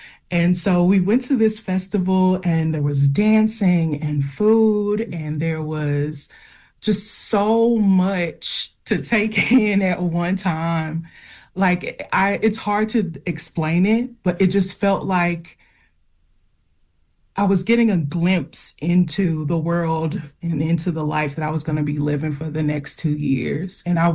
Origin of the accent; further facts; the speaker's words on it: United States; my experience as an American